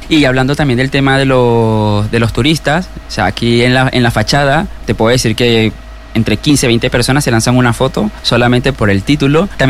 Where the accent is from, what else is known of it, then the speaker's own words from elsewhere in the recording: Venezuela; now in Valencia, Spain; Yo soy de Venezuela, pero aquí me siento como en casa, aquí en el barrio.